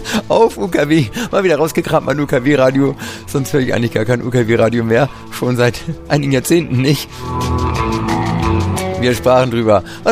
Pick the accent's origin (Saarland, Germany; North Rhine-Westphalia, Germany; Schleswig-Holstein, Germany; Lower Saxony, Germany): Schleswig-Holstein, Germany; ich komme aus Schleswig-Holstein